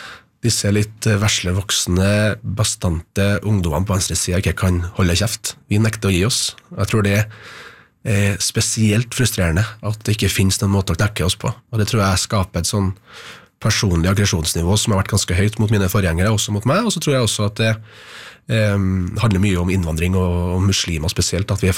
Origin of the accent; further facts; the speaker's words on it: Trøndelag, Norway; moved away; Jeg var hjemme i Trøndelag hos søstra mi og hennes barn, og bestemor og bestefar.